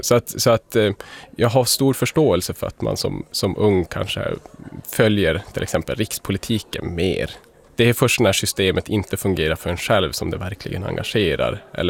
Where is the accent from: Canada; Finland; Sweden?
Sweden; Norrbotten County; also born or lived in Kiruna; now in Luleå, Sweden; No minä olen Kuttasesta. Minä asuin Kiirunassa pari vuotta, mutta lympen jälkeen minä muutin Luulajaan. Ja täällä minä olen opiskeluinsinööri 5 vuotta